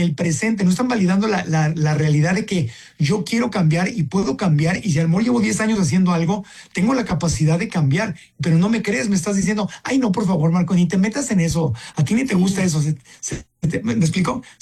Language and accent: Spanish; Acapulco, Guerrero, Mexico; born or raised there